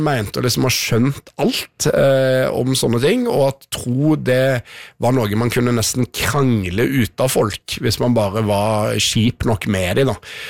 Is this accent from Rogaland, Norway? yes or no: yes; Stavanger, Rogaland, Norway; Og så vokste jeg opp i Stavanger, i liksom krampetrekningene av den gamle bedehushovedstaden